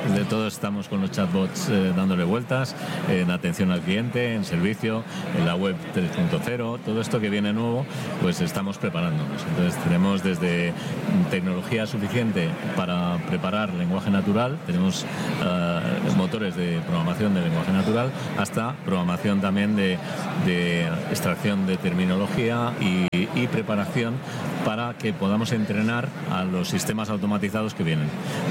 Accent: Spain; yo digo primer país porque soy español

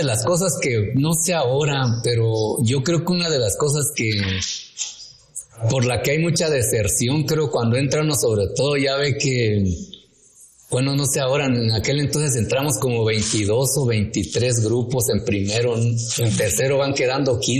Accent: Oaxaca, Mexico; born there; moved away; donde tomaba el carro para mi pueblo.

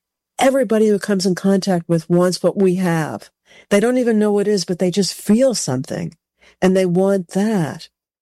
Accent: United States; I'm an American Jew

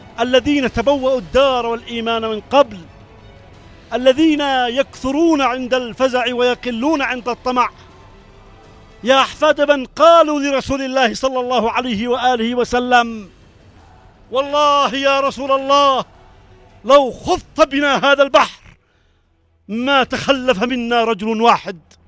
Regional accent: Yemen; انا كمواطن يمني

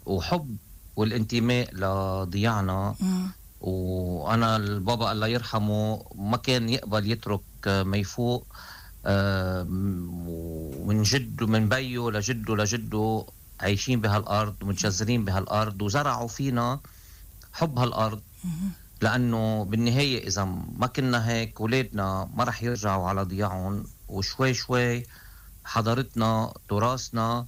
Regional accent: Mayfouq, Mount Lebanon, Lebanon; moved away as an adult; وضيعتنا بالنسبة إلي يعني منا انطلقت وربيت وشربت ميتها وتنشأت هوا وضيعة وطبيعة الضيعة الحلوة،

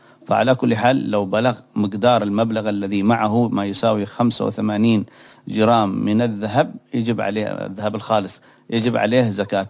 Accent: Yemen; عندنا في اليمن

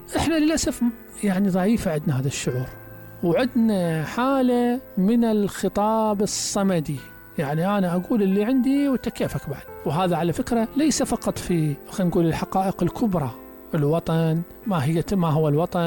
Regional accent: Iraq

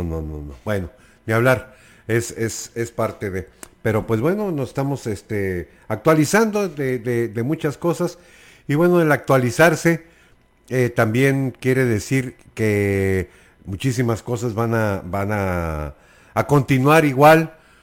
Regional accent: Mexico; nuestra realidad como mexicanos

